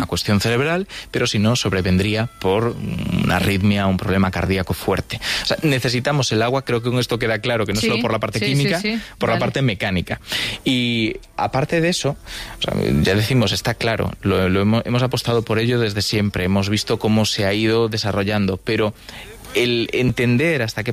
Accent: Galicia, Spain

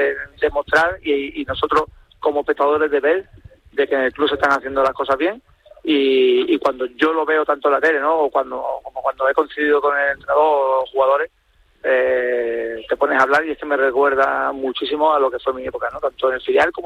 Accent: Málaga, Andalusia, Spain; lo que me ha dado el Málaga y el Depor por los años que estuve allí, que fue la primera vez que yo salí de Málaga, y estoy súper contento.

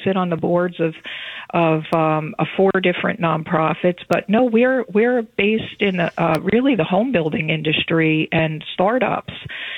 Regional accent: Manhattan, New York, United States; also born or lived in Monmouth County; now in Ocean, United States; Well, actually from Manhattan originally, but the majority of nothing to be sorry about there either. Majority of my life in Ocean and Monmouth. I started in Monmouth and I'm in Ocean down by the Manilocan area now.

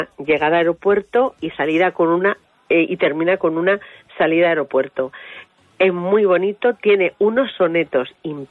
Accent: Cenizate, Castilla-La Mancha, Spain; Un joven poeta que es de Cenizate, que es mi pueblo.

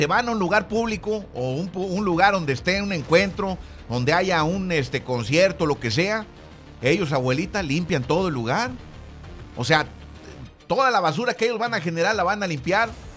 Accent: Mexico; nosotros como mexicanos

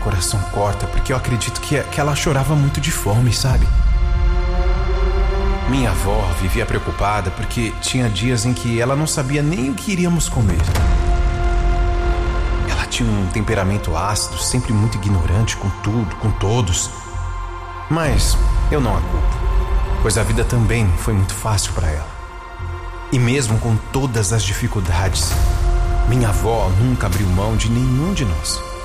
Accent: Ilhéus, Bahia, Brazil; Nasci na cidade de Ilhéus, na Bahia, onde passei um período da minha infância que não foi tão feliz assim.

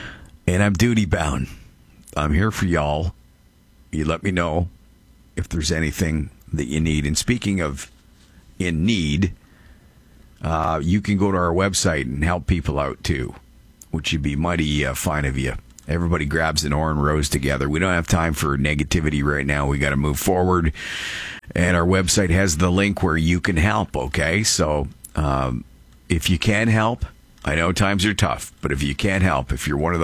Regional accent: Canada; although I'm a Canadian too, and understand it's protectionist versus protectionist here.

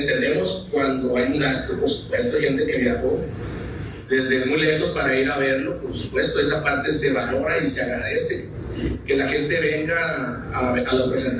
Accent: Mexico; hay que sentirnos como mexicanos orgullosos que la música mexicana se escuche ahí

